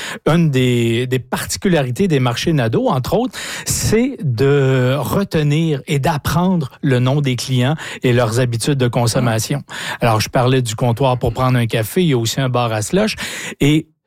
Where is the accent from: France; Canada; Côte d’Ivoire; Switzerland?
Canada; Saint-François-d'Assise, Quebec; moved away; qui me ramène dans mon patelin d'origine, Saint-François d'Assise